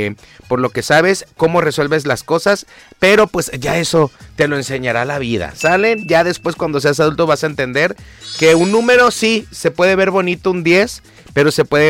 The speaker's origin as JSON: {"language": "Spanish", "country": "Mexico"}